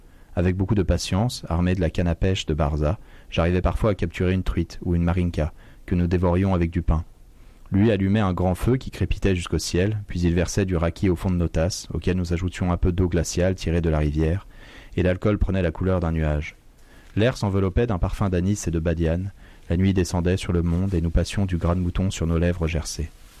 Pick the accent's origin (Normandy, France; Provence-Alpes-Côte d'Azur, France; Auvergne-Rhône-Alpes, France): Auvergne-Rhône-Alpes, France; also born or lived in Chamonix; Je viens moi-même d'un territoire de montagne. Je suis né à Chamonix et j'ai grandi dans les Alpes